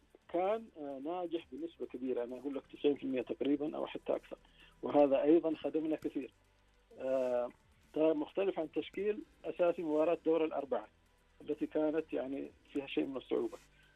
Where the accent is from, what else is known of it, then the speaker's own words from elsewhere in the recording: Saudi Arabia; أنا كلاعب سعودي